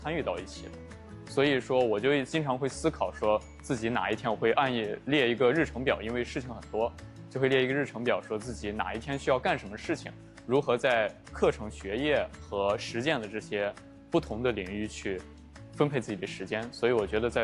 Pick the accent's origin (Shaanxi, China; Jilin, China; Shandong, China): Shaanxi, China; 因为首先是个人，我是陕西的考生，对，然后第一次来到南方生活